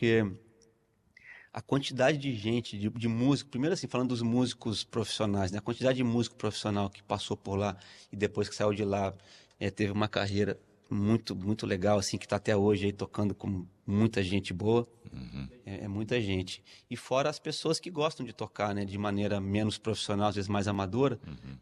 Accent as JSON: {"language": "Portuguese", "town": "Franca", "region": "São Paulo", "country": "Brazil", "tie": "born or raised there", "also_born_or_lived": "Ouro Preto", "moved": "as an adult", "lives_now": "Rio de Janeiro, Brazil", "said": "eu sou natural da cidade de Franca, no interior de São Paulo, mas eu acabei indo para lá."}